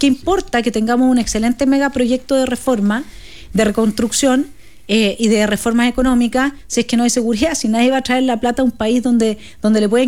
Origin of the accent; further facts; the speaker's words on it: Villarrica, Araucanía, Chile; also born or lived in Temuco; yo soy de la Araucanía, po. Yo soy de Villarrica.